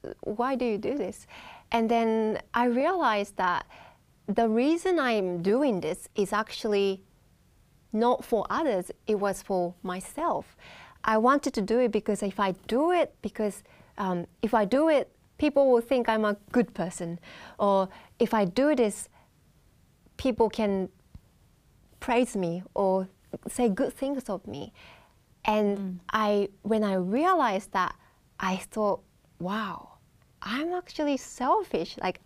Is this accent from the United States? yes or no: no; Japan; English is a second language; moved away as an adult; also born or lived in Iceland; I grew up in Japan whole time not knowing. And Japan is a very mono culture. We don't have a lot of people from outside.